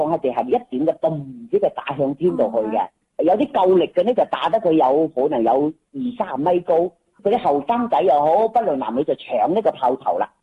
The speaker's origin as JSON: {"language": "Cantonese", "town": "Yangjiang", "region": "Guangdong", "country": "China", "tie": "born or raised there", "said": "我哋家乡延续咗都有成百几年噶啦。"}